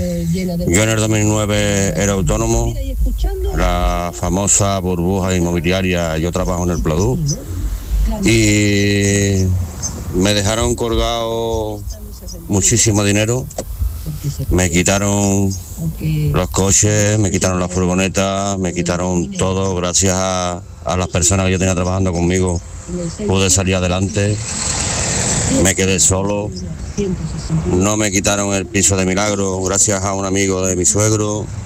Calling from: Seville, Andalusia, Spain; del Cerro del Águila.

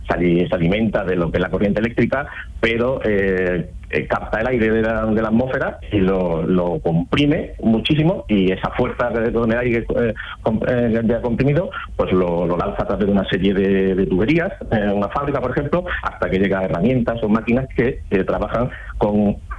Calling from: Mairena del Aljarafe, Andalusia, Spain; Pues mira, en Sevilla, concretamente en Mairena del Aljarafe.

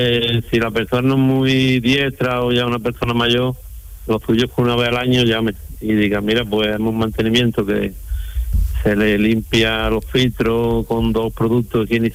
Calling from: Málaga, Andalusia, Spain; Málaga capital.

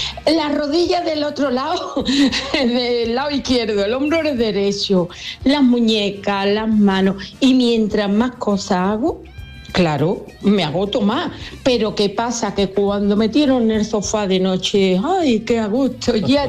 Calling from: Dos Hermanas, Andalusia, Spain; de Dos Hermanas. Os digo, voy a cumplir para noviembre 66 años.

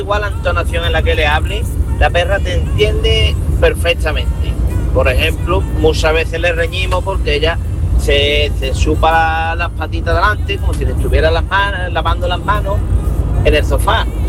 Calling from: Morón de la Frontera, Andalusia, Spain; de Morón.

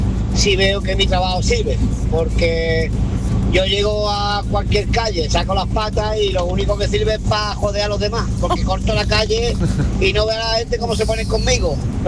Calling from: Málaga, Andalusia, Spain; Soy el … de Málaga

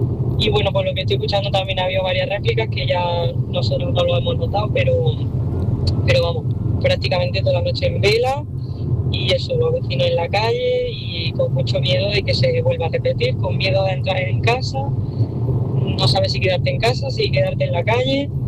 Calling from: Granada, Andalusia, Spain; Buenos días, yo vivo en Granada

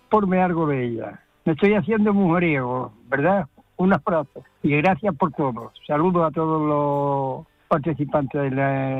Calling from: Guadix, Andalusia, Spain; de Guadix.

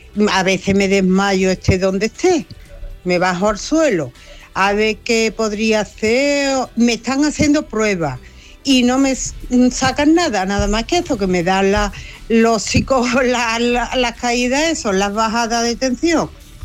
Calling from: Seville, Andalusia, Spain; de Sevilla. Mira, tengo 68 años

